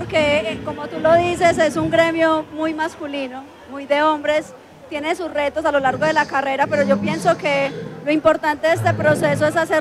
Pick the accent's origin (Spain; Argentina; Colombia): Colombia; como nací en Colombia, siempre me crié escuchando porros, gaitas y cumbias y salsa.